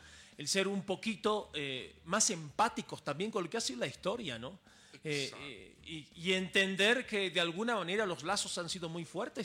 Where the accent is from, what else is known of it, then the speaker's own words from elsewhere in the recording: Bolivia; a nosotros nos falta como bolivianos